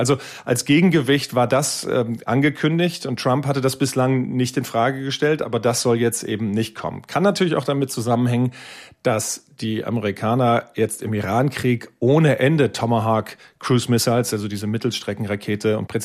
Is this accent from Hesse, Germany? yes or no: yes; Wiesbaden, Hesse, Germany; In Wiesbaden, meiner Heimatstadt, sitzt die NSA mit einer riesigen Zentrale und viele Soldaten auch.